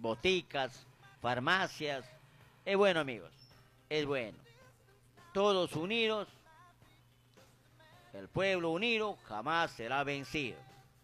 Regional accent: Peru; yo soy peruano

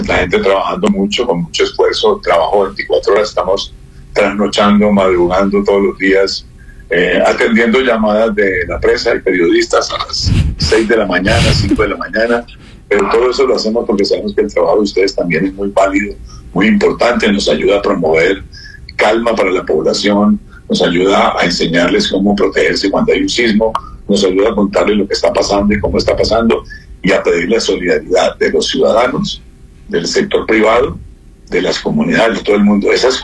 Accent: Cali, Valle del Cauca, Colombia; also born or lived in Geneva; entre Cali y Bogotá, vivo en Cali unos días, vengo a Bogotá otros días, tengo doble domicilio, pero igual soy caleño.

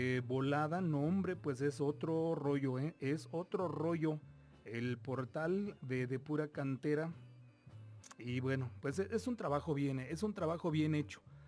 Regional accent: Mexico

